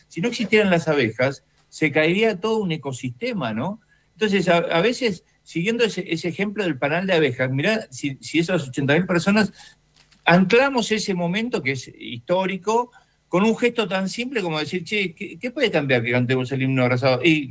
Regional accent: Argentina; tiene que ver con lo que estamos viviendo como argentinos, ¿no?

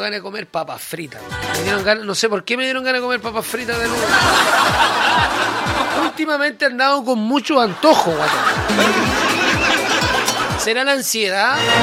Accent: Chile; Soy chileno, pero me carga aquí.

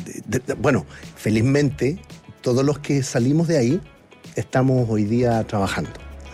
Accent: Melipilla, Santiago Metropolitan, Chile; Yo vengo del tiempo, yo soy de Melipilla. Entonces, yo, mi primera incursión en radio fue en Radio Ignacio Serrano, AM, amor.

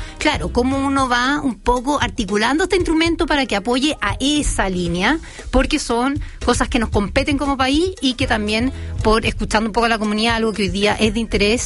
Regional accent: Chile; also born or lived in Europe; es un activo gigante que tenemos como chileno.

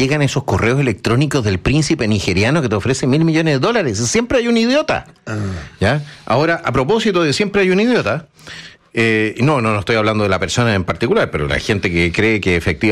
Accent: Chile; somos todos chilenos, los empresarios y los trabajadores somos chilenos.

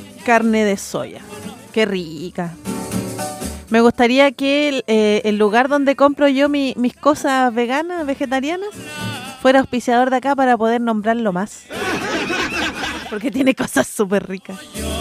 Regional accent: Chile; Celebrando el 18 como buena chilena

